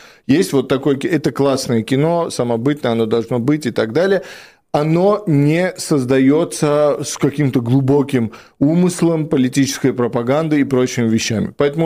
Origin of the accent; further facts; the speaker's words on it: Russia; потому что я вырос в России, в русской культуре, и я этот фильм обожаю.